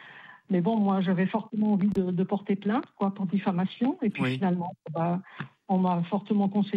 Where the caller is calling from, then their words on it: Brittany, France; je vous appelle de Bretagne